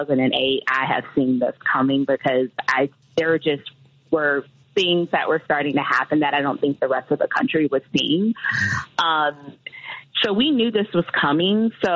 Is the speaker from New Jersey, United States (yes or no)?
no; Mobile, Alabama, United States; moved away; I am originally from Mobile, Alabama